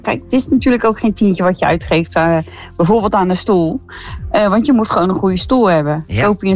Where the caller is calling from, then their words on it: Heenvliet, South Holland, Netherlands; Ik woon op Heemvliet.